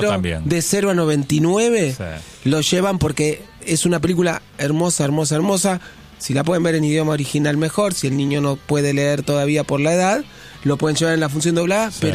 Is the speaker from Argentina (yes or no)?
yes; Argentina; y yo iba caminando con algo que me identificaba